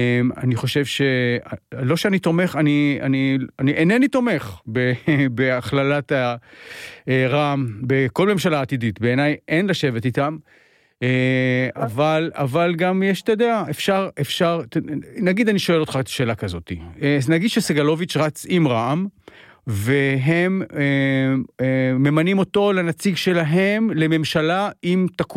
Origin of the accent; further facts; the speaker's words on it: Jerusalem, Jerusalem District, Israel; אני ירושלמי.